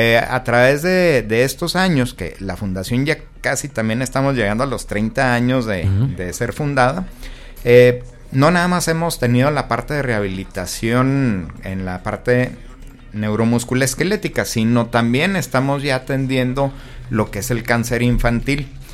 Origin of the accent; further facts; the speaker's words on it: Mexico; una responsabilidad muy muy grande que tenemos como claro, mexicanos